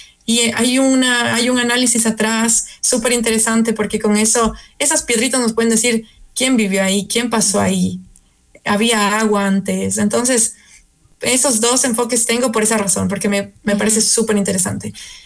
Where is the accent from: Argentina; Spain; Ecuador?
Ecuador; now in Warsaw, Poland; en mi año soy la única ecuatoriana que está estudiando ingeniería aeroespacial